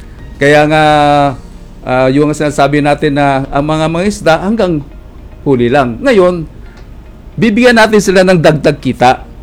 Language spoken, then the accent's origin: Tagalog; Bantayan Island, Central Visayas, Philippines; sa amin sa Bantayan Island.